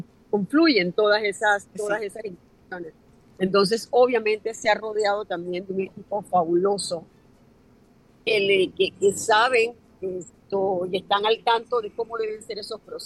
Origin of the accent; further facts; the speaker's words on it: Panama; es la esencia de lo que somos los panameños